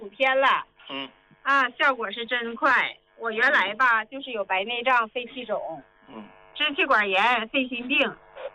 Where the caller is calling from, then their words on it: Harbin, Heilongjiang, China; 哎，老师呀，我是哈尔滨的。